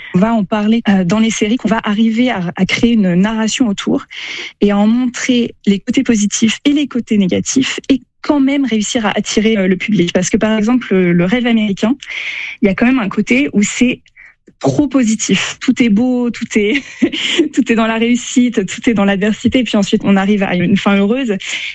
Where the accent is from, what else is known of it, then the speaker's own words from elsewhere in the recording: France; now in South Korea; moi, je suis française